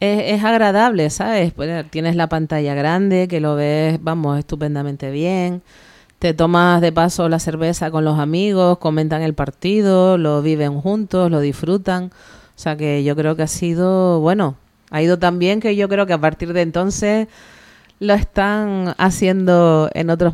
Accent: Spain; somos los españoles muy futboleros

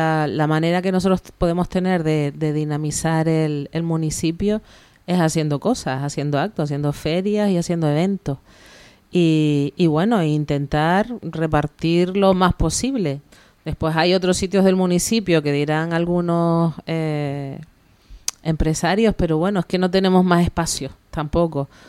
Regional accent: Spain; somos los españoles muy futboleros

